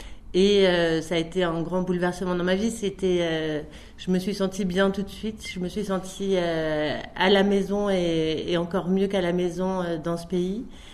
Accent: Puy-Saint-Vincent, Provence-Alpes-Côte d'Azur, France; je suis née donc à Puy-Saint-Vincent et j'ai grandi à Puy-Saint-Vincent, dans les Hautes-Alpes.

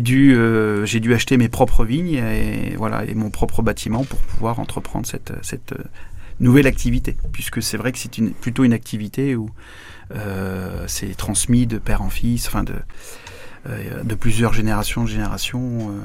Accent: Possesse, Grand Est, France; moved away as an adult; now in Châlons-en-Champagne, France; je suis un homme de 41 ans. Je suis originaire du village de Possès, donc c'est à une vingtaine de kilomètres de Châlons. Et voilà, je me suis installé à Châlons il y a déjà une petite quinzaine d'années.

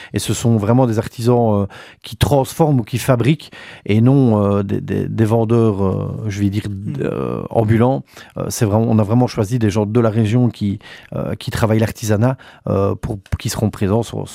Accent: Hotton, Wallonia, Belgium; c'est vraiment la vue en plus chez nous, à Auton, est vraiment magnifique.

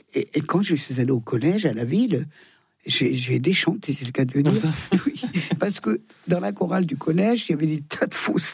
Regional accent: Thonon-les-Bains, Auvergne-Rhône-Alpes, France; born there; Je suis née à Thonon.

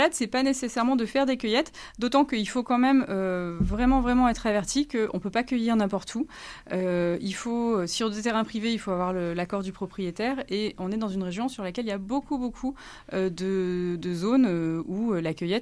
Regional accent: Grenoble, Auvergne-Rhône-Alpes, France; moi je ne suis pas originaire d'ici, je suis grenobloise

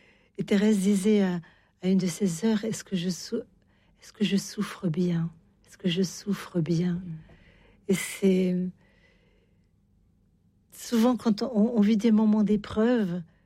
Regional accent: France; Enfin, je suis française aussi

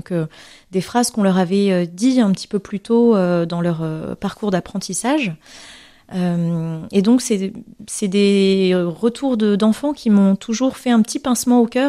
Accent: Madagascar; born there; also born or lived in Alsace / Indian Ocean; je suis née à Madagascar, mais j'ai beaucoup voyagé ensuite entre l'Alsace et l'océan Indien

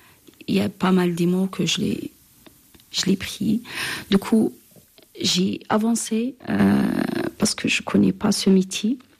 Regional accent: Algeria; French is a second language; moved away as an adult; now in France; je suis algérienne. J'étais, quand j'ai rentré en France, je ne sais même pas parler français. Je connais 2 mots, merci et bonjour.

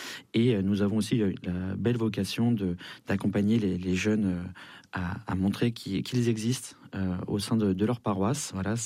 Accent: Argenteuil, Île-de-France, France; Moi, je suis d'Argenteuil

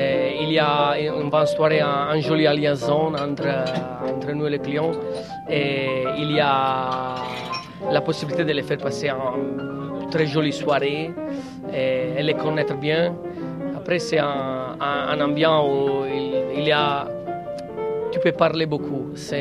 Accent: Sardinia, Italy; French is a second language; moved away; Je suis italienne, j'arrive de l'île de la Sardaigne. Et je suis arrivé à bord en 2009.

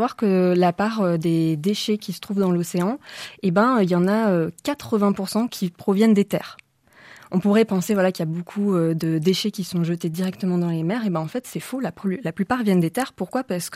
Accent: Grenoble, Auvergne-Rhône-Alpes, France; now in Loire, France; Eh ben moi, je suis ligérienne, mais en fait, je suis originaire de Grenoble.

